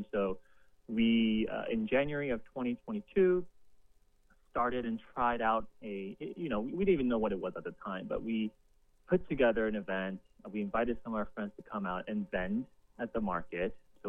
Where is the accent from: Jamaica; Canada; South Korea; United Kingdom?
South Korea; also born or lived in Los Angeles, United States / New York, United States; now in United States; Keo and I we're both Korean. We're immigrants from Korea. We are here in the States now.